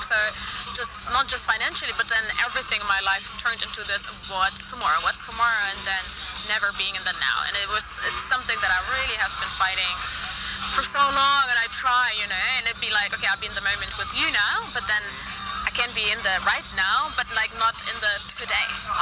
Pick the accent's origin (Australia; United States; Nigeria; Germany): Germany; Berlin; I'm from Berlin